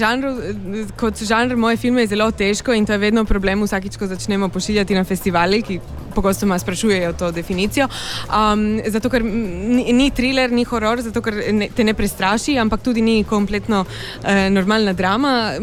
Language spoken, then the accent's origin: Slovenian; Trieste, Friuli-Venezia Giulia, Italy; lahko pa se vedno opredelim kot Tržačanka, predvsem. In to specifično Tržačanka, ne pa Triestina.